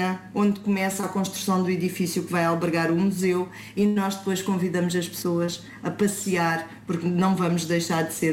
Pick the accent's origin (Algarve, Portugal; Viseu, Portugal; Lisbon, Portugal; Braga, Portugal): Algarve, Portugal; a água é algo que a nós nos preocupa muito como algarvios